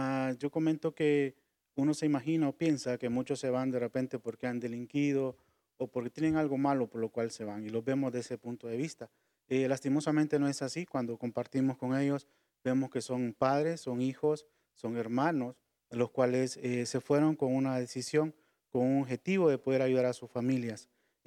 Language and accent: Spanish; Honduras; muchos hondureños, católicos, cristianos de la denominación que podamos ser, en nuestras familias hay migrantes